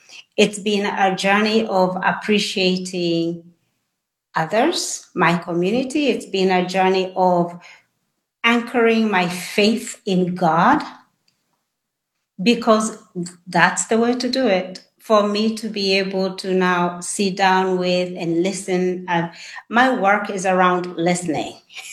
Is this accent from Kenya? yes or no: yes; Kenya; I'm from Kenya, and my mother was a school teacher. And I will say I was blessed to be born in that family.